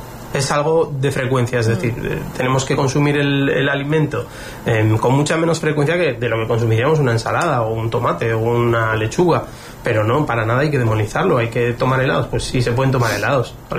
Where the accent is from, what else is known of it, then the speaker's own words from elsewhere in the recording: Basque Country, Spain; now in Lanzarote, Spain; No, yo soy vasco